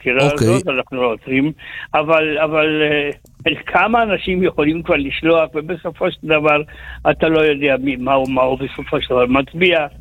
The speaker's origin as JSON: {"language": "Hebrew", "town": "Haifa", "region": "Haifa District", "country": "Israel", "said": "אני חיפאי"}